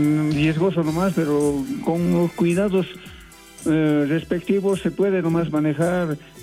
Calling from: Huanuni, Oruro, Bolivia; Aquí le habla … desde la comunidad de Vila Pacheta del municipio de Huanuni.

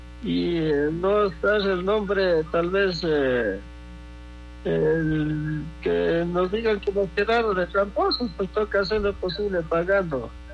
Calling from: Cusubamba, Cotopaxi, Ecuador; soy de San José de Rubias.

